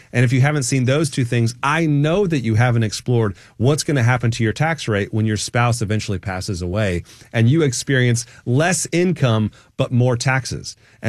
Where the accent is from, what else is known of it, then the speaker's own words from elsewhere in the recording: Champaign, Illinois, United States; now in Atlanta, United States; I mean, I grew up in Champaign, Illinois, guys.